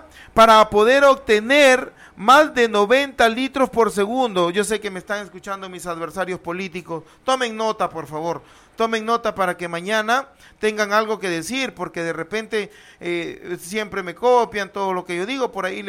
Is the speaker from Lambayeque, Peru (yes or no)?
yes; Tucumé, Lambayeque, Peru; Yo lo digo porque soy de Tucumán. Yo lo digo porque mi caserío tampoco tiene agua.